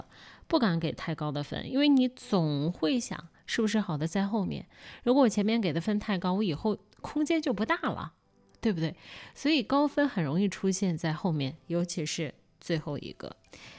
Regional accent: Kaifeng, Henan, China; moved away; 从新郑机场到我的老家开封还有1个小时的时间

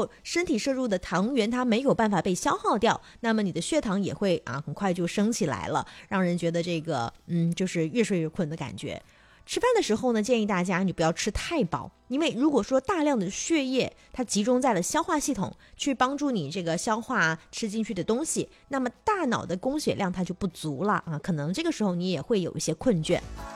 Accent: Guangdong, China; 我们广东人有一句话叫做饭前喝汤，美丽健康哈

